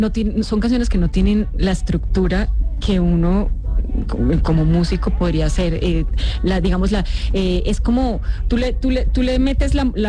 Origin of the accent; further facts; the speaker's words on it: Tunja, Boyacá, Colombia; also born or lived in San Gil; now in Bogotá, Colombia; Fíjate, soy sangileña.